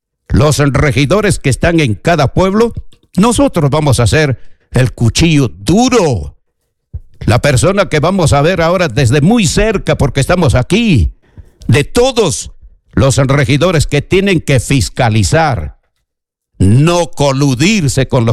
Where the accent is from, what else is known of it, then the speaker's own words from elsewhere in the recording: Junín, Peru; moved away; en mi pueblo, en la histórica provincia de Junín